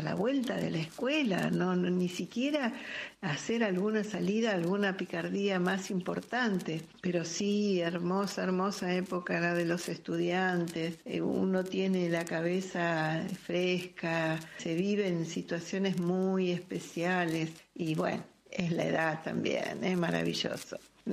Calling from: Devoto, Buenos Aires, Argentina; Un abrazo … de Devoto.

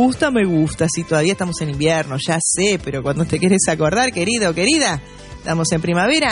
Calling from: General Alvear, Mendoza, Argentina; Hola Andrea … de General Alvear, Mendoza. Te cuento que estoy acá en el vivero acomodando unas plantas y los escucho a full.

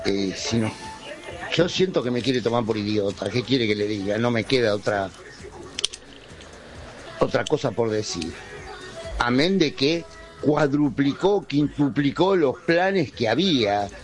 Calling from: Remedios de Escalada, Buenos Aires Province, Argentina; de Remedios de Escalada.

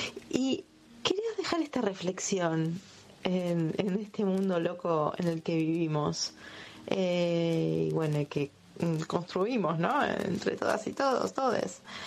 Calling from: Buenos Aires, Argentina; de Floresta, saludando por aquí.

